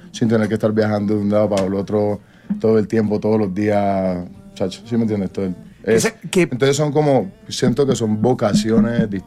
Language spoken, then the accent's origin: Spanish; Colombia; yo soy colombiano, yo soy de aquí.